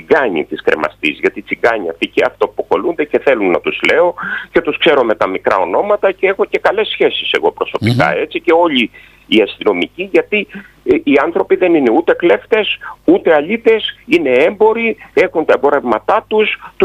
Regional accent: Greece; ως αξιωματικός και ως Έλληνας

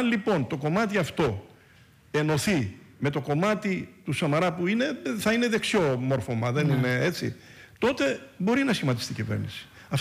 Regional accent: Greece

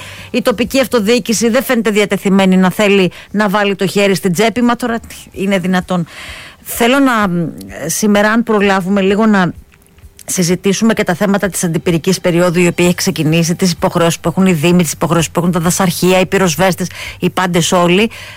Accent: Western Greece, Greece; επειδή κατά το ίμιση είμαι και από την Αχαΐα

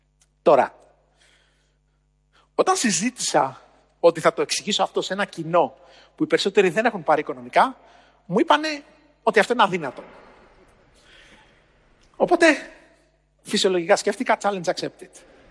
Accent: Agrinio, Western Greece, Greece; Στο χωριό μου λοιπόν, στο Αγρίνιο, εκεί που μεγάλωσα, στον Αβαρίκο το Λακαρναμίας, ένα μικρό χωριό που είναι κοντά στο Θέρμο

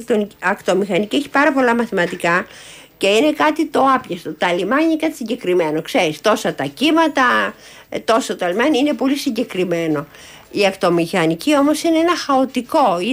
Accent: Athens, Attica, Greece; Γέννημα Θρέμα, εγώ γεννήθηκα στην Αθήνα, ο πατέρας μου ήταν Καλαματιανός και η μητέρα μου Κυρκυραία.

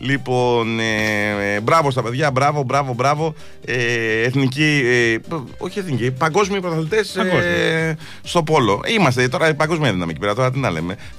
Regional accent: Aigio, Western Greece, Greece; Εγώ ήμουν στο χωριό μου στο Αίγιο. Ήτανε τέλεια.

